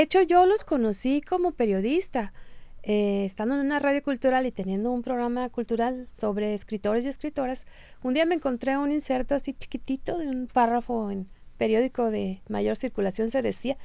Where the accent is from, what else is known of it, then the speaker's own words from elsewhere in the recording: Navojoa, Sonora, Mexico; Muy contenta de estar aquí y llegar a mi gente del sur del estado, porque es de saber que soy de Navojoa.